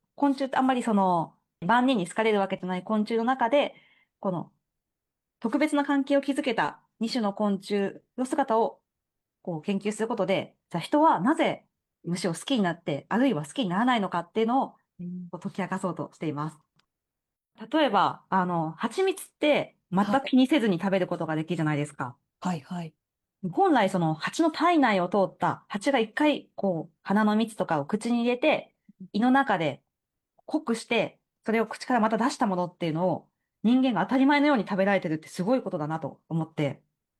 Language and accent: Japanese; Yokohama, Kanagawa, Japan; 私は出身が横浜なので、そんなに自然が豊かな場所ではなかったんですけど